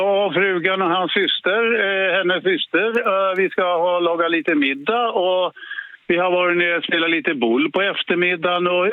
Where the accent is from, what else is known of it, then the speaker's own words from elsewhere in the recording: Stockholm, Stockholm County, Sweden; Nej, alltså jag är från Stockholm, men den här gården jag bor på, här har jag varit sedan jag...